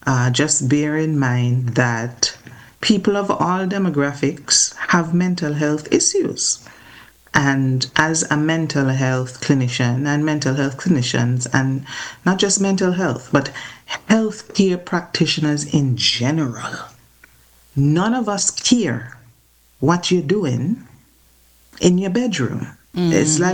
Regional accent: Antigua & Barbuda; I was born and raised in Antigua

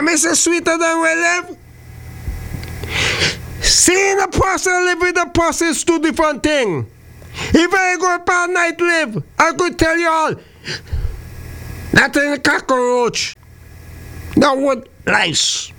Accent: St. Vincent & Grenadines; now in Antigua and Barbuda; St. Vincent and the Grenadines is my hometown.

